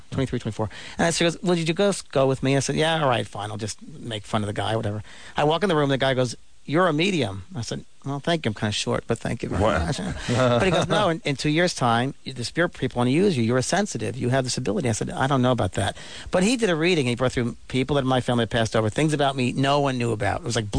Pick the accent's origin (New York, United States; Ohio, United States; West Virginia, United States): New York, United States; And I thought, I'm from New York, and I was thinking, what is going on here?